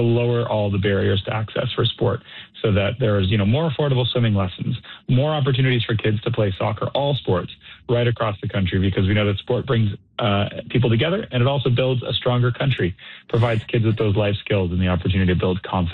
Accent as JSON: {"language": "English", "country": "Canada", "said": "Well, I'm a Canadian. I consider myself one of those people."}